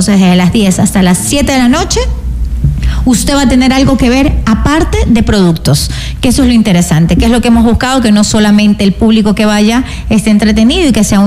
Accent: Guayaquil, Guayas, Ecuador; moved away as an adult; yo soy guayaquileña, llegué hace muchos años aquí a la ciudad

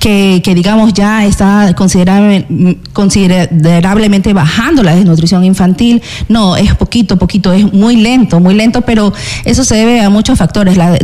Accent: Manglaralto, Santa Elena, Ecuador; dentro de nuestra parroquia Manglar Alto.

